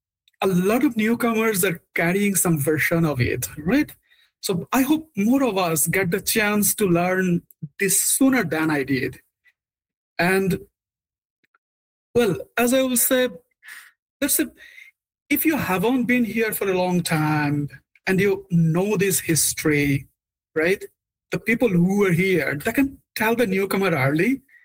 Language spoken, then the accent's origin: English; Bangladesh; now in Canada; as you already know that I'm from Bangladesh, right? You know that it was under British rule for nearly 200 years and then under Pakistan for 24 more.